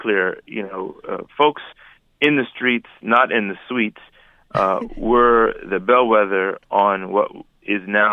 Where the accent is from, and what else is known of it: Detroit, Michigan, United States; born or raised there